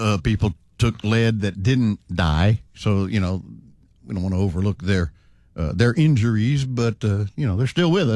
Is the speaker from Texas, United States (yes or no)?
yes; Houston, Texas, United States; when we were all kids growing up in Houston